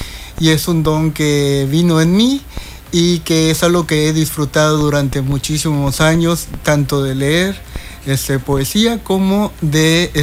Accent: Cancún, Quintana Roo, Mexico; born there; Pues tengo el orgullo de decir que soy cancunense. Ajá. Tengo 43 años, me podría considerar fundador de Cancún

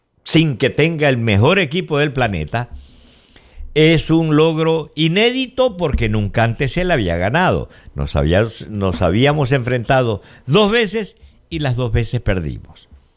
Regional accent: Ecuador; yo creo que Ecuador ha cumplido el primer anhelo de los ecuatorianos, pasar a la segunda ronda. Estamos en la segunda fase

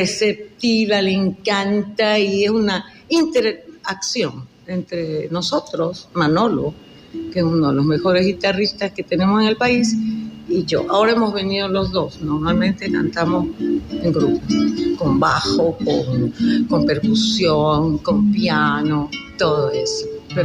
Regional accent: Manabí, Ecuador; moved away; adoro estar aquí en mi tierra

